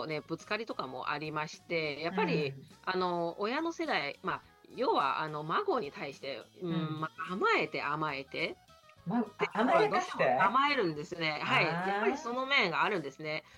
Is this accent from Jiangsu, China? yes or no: no; Zhangjiakou, Hebei, China; Japanese is a second language; moved away as an adult; now in Japan; 私の出身は中国の北の方ですので、